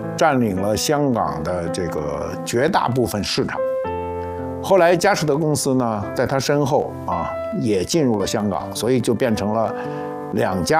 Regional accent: China

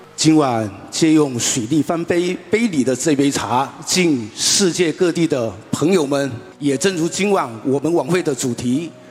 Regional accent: Nan'ao, Guangdong, China; 我来自广东最东的海岛县潮汕的南澳岛

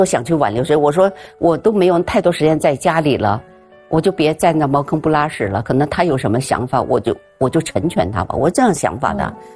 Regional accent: Beijing, China; born there; also born or lived in Shaoxing, Zhejiang; 因为我父母是三岁把我带到北京来，其实我的老家是浙江绍兴的

